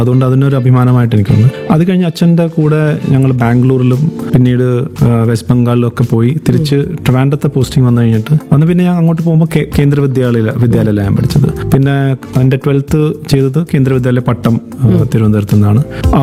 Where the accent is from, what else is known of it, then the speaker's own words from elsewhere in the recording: Kollam, Kerala, India; born there; ഞാൻ ജനിച്ചത് കൊല്ലത്ത് തന്നെയാണ്, കുട്ടിയത്താണ് ടു ബി പ്രിസൈസ്. എന്റെ അച്ഛൻ എയർഫോഴ്സിലായിരുന്നു, അദ്ദേഹം 37 വർഷം സർവീസ് എയർഫോഴ്സിൽ ചെയ്തിരുന്നു.